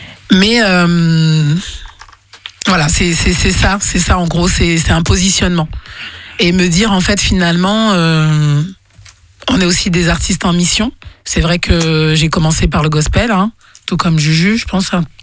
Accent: Guadeloupe, France; je suis guadeloupéenne et j'ai quand même si c'est tout petit sur le planisphère, ben... J'en suis extrêmement fière.

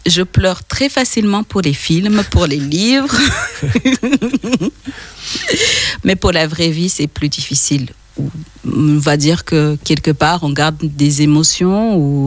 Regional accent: Rwanda; moved away; also born or lived in Benin; Oui, en tant que Rwandaise, on a une difficulté entre le R et le L.

